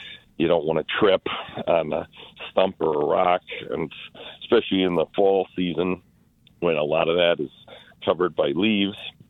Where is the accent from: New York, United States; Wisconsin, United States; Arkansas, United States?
Wisconsin, United States; And I thought to myself, hey, I'm from Wisconsin.